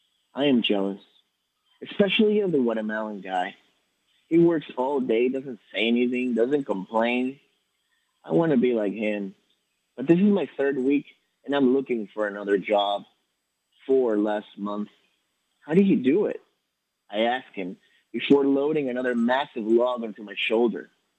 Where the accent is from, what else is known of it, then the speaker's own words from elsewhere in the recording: Ecuador; moved away; when I first moved here, as I mentioned, I came from Ecuador, and while I was waiting to become a resident, it took a long time.